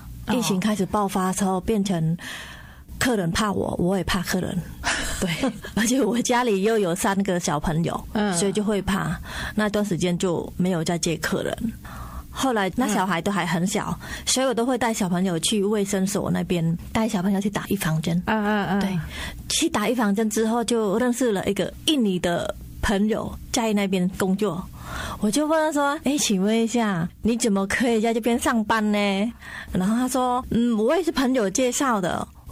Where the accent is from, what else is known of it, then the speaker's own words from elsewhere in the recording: Cambodia; Chinese is a second language; now in Taoyuan, Taiwan; 其实从我来到台湾之后，我记得说，因为我住桃园嘛，那桃园的相关政府还蛮注重我们新住民的一些开很多课程，那我也想说，其实我们柬埔寨在台湾蛮少的